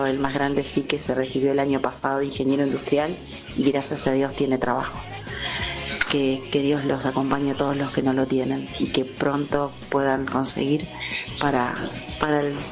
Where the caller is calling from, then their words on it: La Plata, Buenos Aires Province, Argentina; de la ciudad de La Plata